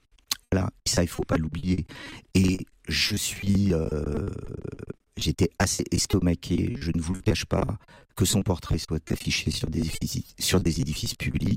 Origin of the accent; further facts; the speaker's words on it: Auvergne-Rhône-Alpes, France; moi je le dis d'autant plus à l'aise, d'autant plus à l'aise là-dessus que je suis ardéchois. Donc je viens de Privas, je viens d'un petit village à côté de Privas.